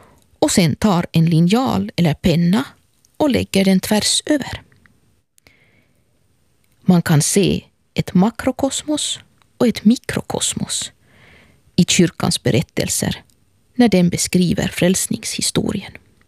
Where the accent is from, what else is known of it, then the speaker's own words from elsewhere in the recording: Helsinki, Uusimaa, Finland; och jag är från Helsingfors.